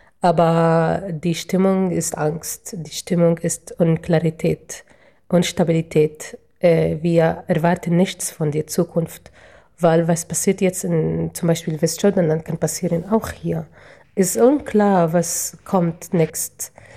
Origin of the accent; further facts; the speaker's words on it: West Bank, Palestine; German is a second language; Erstens fühlt sich gut, weil ich bin mit Familie, mit meiner Heimatstadt, wo ich kann auch meine Muttersprache sprechen